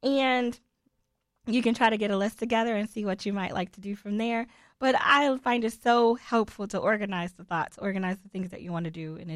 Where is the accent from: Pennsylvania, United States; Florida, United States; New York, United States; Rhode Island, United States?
Florida, United States; moved away; I'm from Florida.